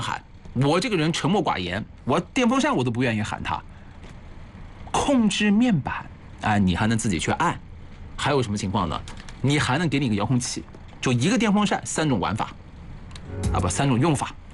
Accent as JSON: {"language": "Chinese", "town": "Hefei", "region": "Anhui", "country": "China", "said": "我们合肥话叫什么呢？就是睡眠浅的吧，合肥话叫睡眠静的"}